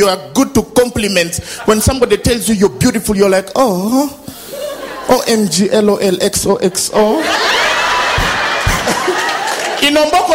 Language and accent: English; Uganda; I come from Uganda.